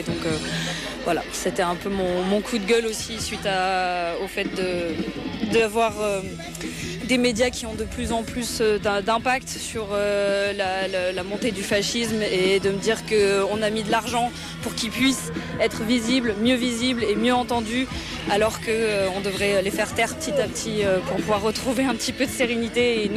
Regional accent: Hauts-de-France, France; Moi, je viens des Hauts-de-France, j'ai grandi ici, mais je suis arrivée il y a 2 ans sur le Lensois.

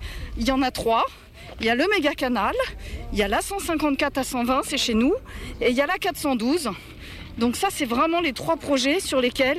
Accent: Centre-Val de Loire, France

